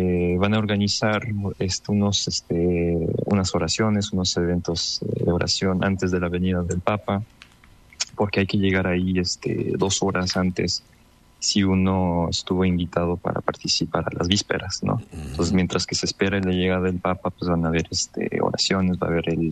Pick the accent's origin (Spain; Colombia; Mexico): Mexico; now in Paris, France; Yo soy mexicano.